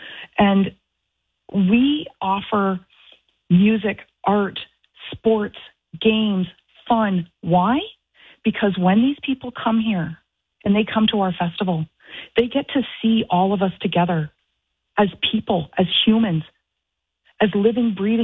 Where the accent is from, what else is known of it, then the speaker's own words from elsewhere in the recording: Canada; out of my love and respect for my homeland, for what my homeland did for me as a Canadian, coming from an impoverished family where, you know, our lineage struggled.